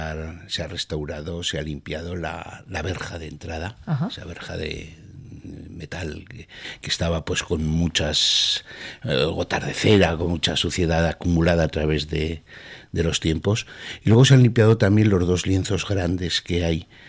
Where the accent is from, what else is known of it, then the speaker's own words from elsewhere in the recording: Tardienta, Aragon, Spain; Yo soy de Tardienta.